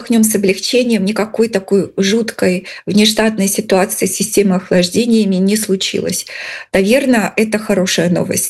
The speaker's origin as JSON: {"language": "Russian", "town": "Mogilev", "region": "Mogilev Region", "country": "Belarus", "tie": "born or raised there", "said": "я выросла в Могилеве, но уже не буду так прятать свой возраст. Мне было 9 лет, когда случилась авария, на Чернобыльской аварии."}